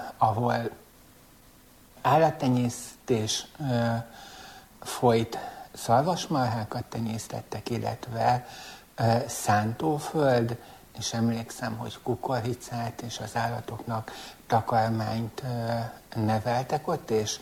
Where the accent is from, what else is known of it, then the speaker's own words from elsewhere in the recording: Szigethalom, Pest, Hungary; Nagyközségbe születtem, ma már város. Szigetharmon nőttem föl.